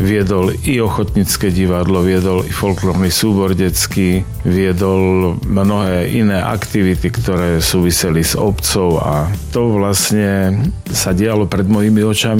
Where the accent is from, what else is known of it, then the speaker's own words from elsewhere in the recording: Hermanovce, Prešov Region, Slovakia; Vyrastal som v Hermanovciach, ale mama ma porodila tu na Prešove, ako už väčšina žien v tom čase možno. 10 rokov teda som bol v Hermanovciach aj so svojou rodinou, so súrodencami